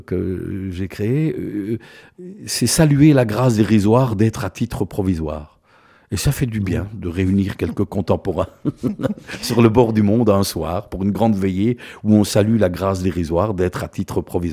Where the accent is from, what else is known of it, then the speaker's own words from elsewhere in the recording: Marloie, Wallonia, Belgium; mais à Marloie précisément, ma terre natale, le cercle paroissial s'appelait l'Oasis.